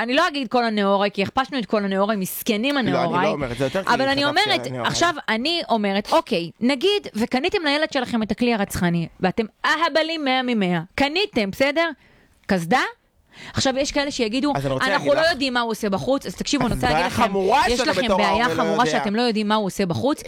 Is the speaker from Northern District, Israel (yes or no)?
yes; Kfar Tavor, Northern District, Israel; אני גדלתי במושב